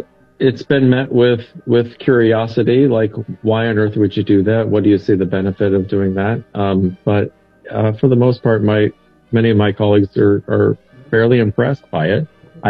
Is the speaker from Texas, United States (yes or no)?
no; Iowa, United States; when you say I'm from Iowa, they either go with Ohio or they think that we grow potatoes.